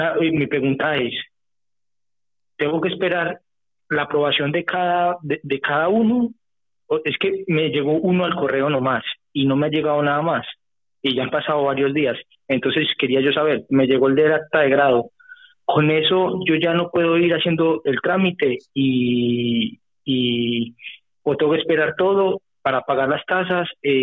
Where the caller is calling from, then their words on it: Gijón, Asturias, Spain; te llamo de Gijón.